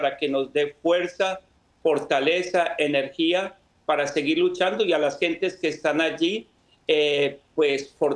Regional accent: Santa Rosa de Cabal, Risaralda, Colombia; este gran terremoto que golpeó mi tierra, porque yo soy de Santa Rosa de Cabal, cerca de Pereira, allí tengo familia.

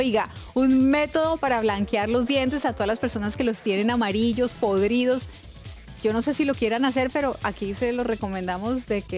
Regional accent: Colombia; es de donde soy yo.

